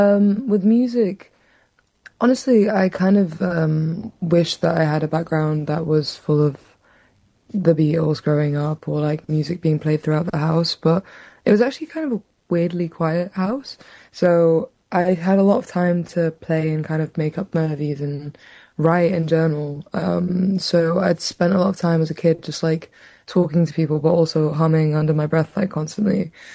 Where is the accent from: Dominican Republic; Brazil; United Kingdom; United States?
United Kingdom; Manchester, North West England; growing up in Hume